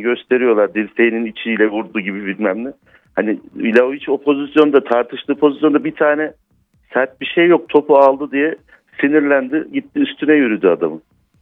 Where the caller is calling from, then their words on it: Ankara, Turkey; Ankara'dan arıyorum.